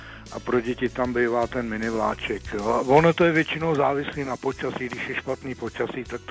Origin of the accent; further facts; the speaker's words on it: Teplice, Ústí nad Labem Region, Czechia; U nás v Teplicích probíhá už druhý nebo třetí rok takový multižánrový festiválek nazvaný Malá Paříž.